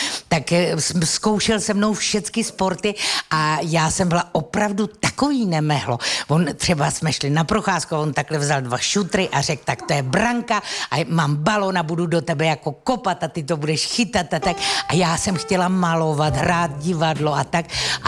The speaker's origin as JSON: {"language": "Czech", "region": "Prague", "country": "Czechia", "tie": "born or raised there", "said": "já jsem z Letný, tam jsme bydleli kousek"}